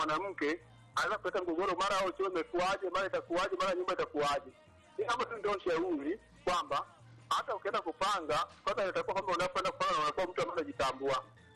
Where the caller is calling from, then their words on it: Bunda, Mara, Tanzania; Huko huko nakoishi huko Bunda.